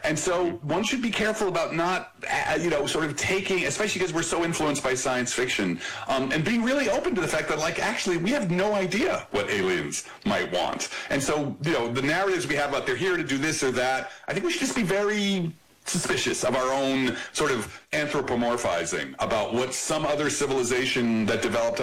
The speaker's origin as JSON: {"language": "English", "town": "Belleville", "region": "New Jersey", "country": "United States"}